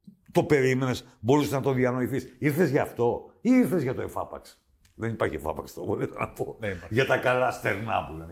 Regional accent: Amari, Crete, Greece; Στο χωριό μου εδώ, στο Αμάρι, έτσι το λένε.

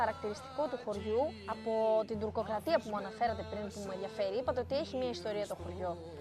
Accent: Crete, Greece

